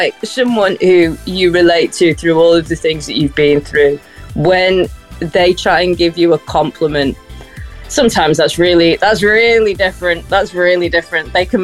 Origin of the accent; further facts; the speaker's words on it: Liverpool, North West England, United Kingdom; accent: Scouse; also born or lived in Preston; now in Manchester, United Kingdom; So I'm from Liverpool originally, but I live in Manchester now.